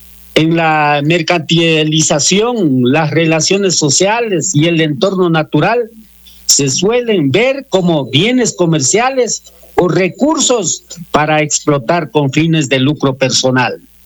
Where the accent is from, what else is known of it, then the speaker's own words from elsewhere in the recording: Ecuador; Porque somos de Ecuador.